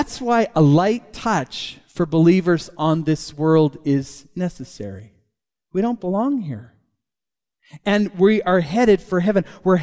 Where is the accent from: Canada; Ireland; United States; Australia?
Canada